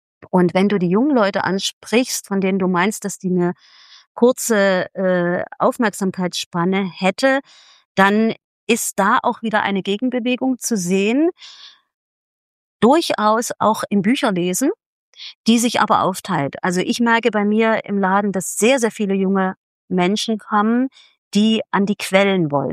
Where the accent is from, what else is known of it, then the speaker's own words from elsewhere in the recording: East Germany, Germany; now in Dresden, Germany; Wir haben das damals als Ostdeutsche nicht bemerkt, weil wir es nicht bemerken wollten.